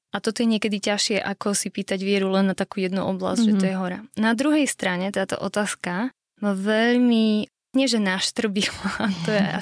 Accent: Miloslavov, Bratislava Region, Slovakia; now in Bratislava, Slovakia; Pochádzam z Bratislavy a okolia, takže vyrastala som pri Bratislave v dedinke Miloslavov Alžbetín dvor, ale už teda dlhšie žijem v Bratislave a tak viac menej pendlujem, lebo rodičov stále tam mám a je to blízko.

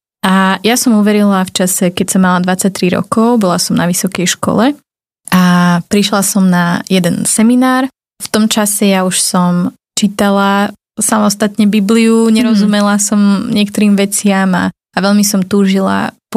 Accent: Bratislava, Bratislava Region, Slovakia; Som pôvodom z Bratislavy

